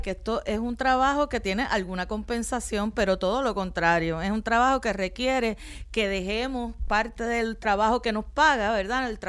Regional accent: Bayamón, Puerto Rico; Yo soy de Bayamón. Toda mi familia es de Bayamón. Estudié toda mi vida en escuela pública, desde kinder hasta la Universidad de Puerto Rico

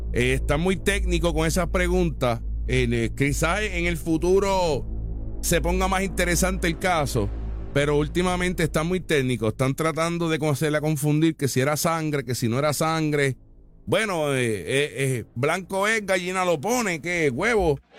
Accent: Aibonito, Puerto Rico; directamente del Tribunal de Aybonito. Oye, mi pueblo.

